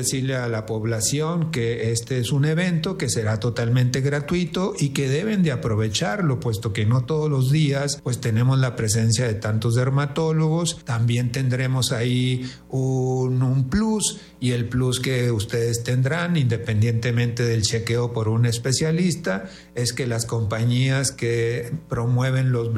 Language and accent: Spanish; Delicias, Chihuahua, Mexico; y los que somos aquí de Delicias, que estaremos participando entonces en la campaña.